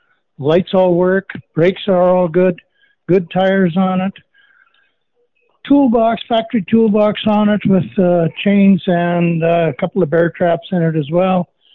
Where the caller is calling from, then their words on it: Gladstone, Manitoba, Canada; Gladstone.